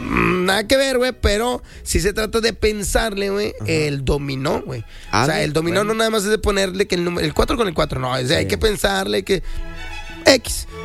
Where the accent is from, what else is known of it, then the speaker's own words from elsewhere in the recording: San Nicolás de los Garza, Nuevo León, Mexico; porque yo soy de San Nicolás por Diego Díaz de Berlanga, entonces yo iba a Las Puentes.